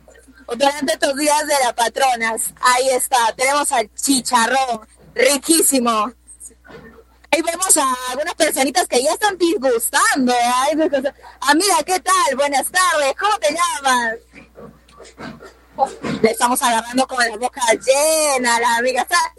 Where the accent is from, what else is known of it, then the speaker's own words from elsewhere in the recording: Lamas, San Martín, Peru; para los que somos el mismo de Lamas